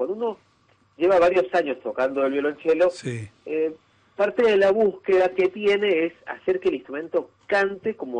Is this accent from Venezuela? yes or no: no; Peru; now in Argentina; yo vengo hace años ya acá en la Argentina, me radiqué, yo soy de Perú, como dijiste